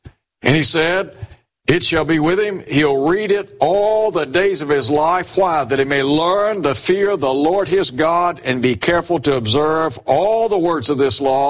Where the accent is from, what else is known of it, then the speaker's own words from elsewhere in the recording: Chattanooga, Tennessee, United States; When I was a child growing up in Chattanooga